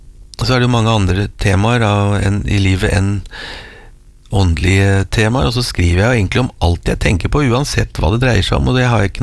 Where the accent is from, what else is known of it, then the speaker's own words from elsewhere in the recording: Røyken, Akershus, Norway; vårt nyervervede piano hjemme i Røyken, Årås i Røyken